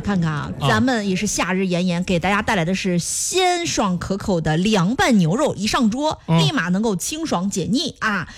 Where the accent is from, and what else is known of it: Henan, China; born there